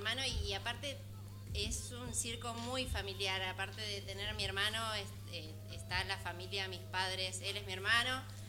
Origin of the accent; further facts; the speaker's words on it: Carmen de Areco, Buenos Aires Province, Argentina; born there; Yo nací en Carmen de Areco porque el circo estaba ahí, mi hermano en San Juan, mi hijo en San Luis